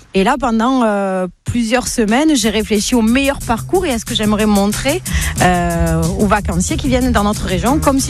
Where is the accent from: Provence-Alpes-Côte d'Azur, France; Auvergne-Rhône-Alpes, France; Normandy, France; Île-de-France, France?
Provence-Alpes-Côte d'Azur, France; born there; moi, je suis née ici, je suis née en Camargue.